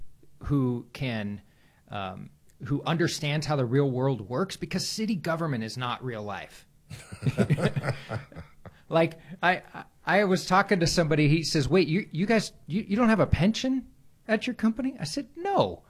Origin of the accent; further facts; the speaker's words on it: Chico, California, United States; moved away as an adult; also born or lived in Arizona; now in Kern County, United States; So grandpa ends up being a farm manager at Chico State up north, and that's where I grew up.